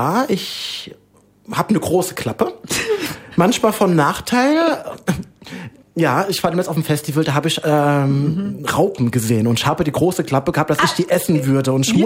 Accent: Hesse, Germany; wir kommen aus Hesse.

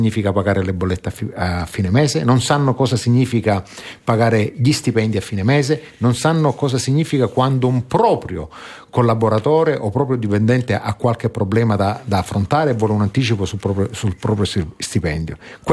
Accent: Capo d'Orlando, Sicily, Italy; moved away; Siciliano, orgoglioso di esserlo, sono di Capodorlando, in provincia di Messina, di fronte alle bellissime isole Eolie.

